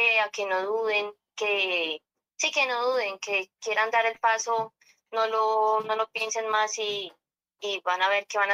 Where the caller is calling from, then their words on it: Bogotá, Colombia; Lo llamo desde Bogotá, maestro. Lo llamo desde mi trabajo, desde la óptica, que se encuentra en la carrera 19 con cuarta.